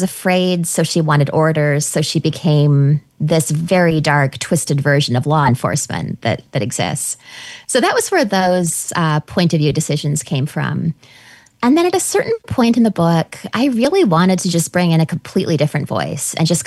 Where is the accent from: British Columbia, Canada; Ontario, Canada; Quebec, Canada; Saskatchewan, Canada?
British Columbia, Canada; Vancouver Island; moved away as an adult; now in New York City, United States; I'm from rural British Columbia. I grew up on Vancouver Island. I have at this point been in New York City for really my entire adult life. I came here when I was 22 years old.